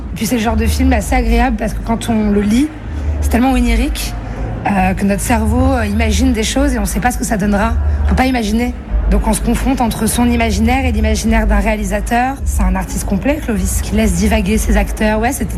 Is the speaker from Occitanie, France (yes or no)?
no; Nice, Provence-Alpes-Côte d'Azur, France; moved away as an adult; Je suis née à Nice. J'ai grandi à Nice jusqu'à mes 18 ans, quasiment. Ma mère est toujours à Nice, mon père est un Cannois.